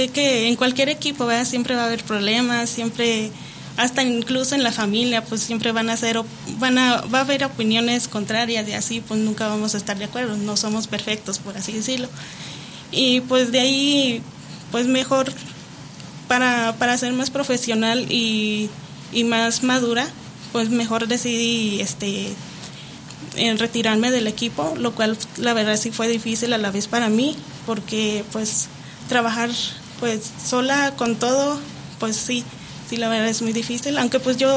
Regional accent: Mexico; Bueno, es que como mexicanos, ¿verdad?

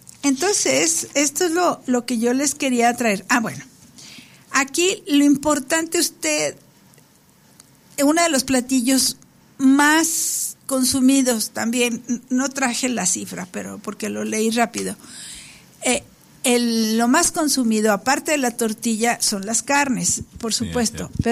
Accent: Mexico; born there; los mexicanos que nacimos en esta tierra

